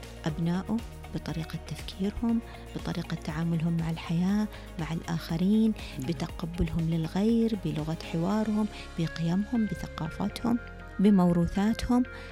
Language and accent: Arabic; Saudi Arabia; أنا كمواطن سعودي أنتمي لهذا البلد العظيم